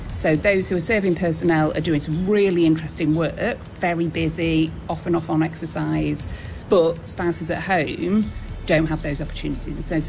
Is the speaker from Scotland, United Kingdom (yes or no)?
no; Stockport, North West England, United Kingdom